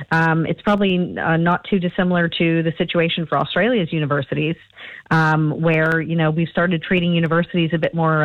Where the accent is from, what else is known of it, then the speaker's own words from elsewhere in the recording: Canada; We very much like being Canadian and not American.